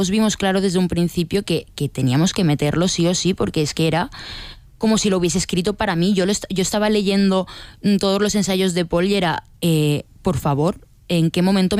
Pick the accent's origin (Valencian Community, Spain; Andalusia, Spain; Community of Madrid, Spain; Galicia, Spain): Valencian Community, Spain; Cullera; Yo empecé en el Ateneo Musical de Cullera, de mi pueblo